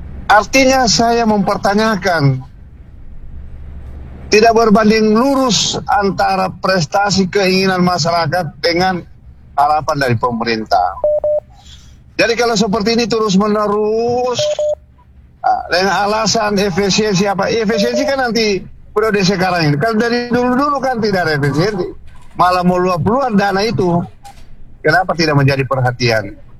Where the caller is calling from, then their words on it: Central Sulawesi, Indonesia; saya ini adalah orang Talise.